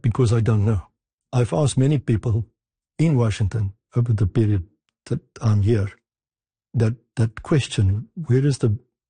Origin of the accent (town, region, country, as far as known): South Africa